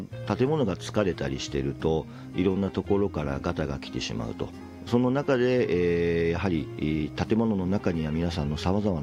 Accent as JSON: {"language": "Japanese", "town": "Sendai", "region": "Miyagi", "country": "Japan", "tie": "born there", "said": "私の生まれは仙台で、両親は秋田県大曲という花火が有名なところで育っておりました。"}